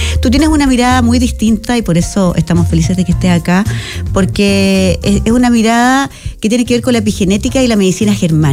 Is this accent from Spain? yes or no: no; Chile; Un tema que nos preocupa como chilenos